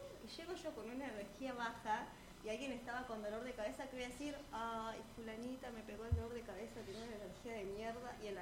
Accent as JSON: {"language": "Spanish", "country": "Argentina"}